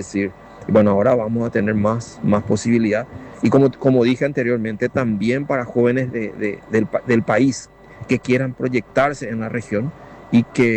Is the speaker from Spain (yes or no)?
no; Chaco, Paraguay